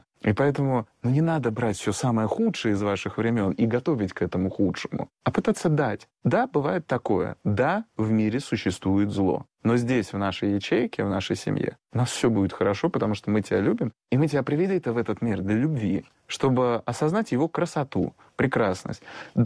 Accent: Russia; born there; там я родился в РФССР, то есть 90-е годы, я помню это все

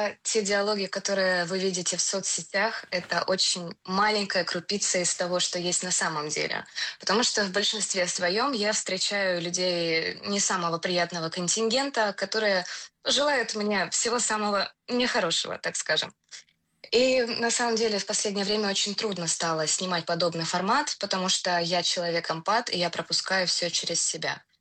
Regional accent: Kamchatka Krai, Russia; born there; Я родилась и живу на Камчатке, очень далеко от Петра и Трофмила.

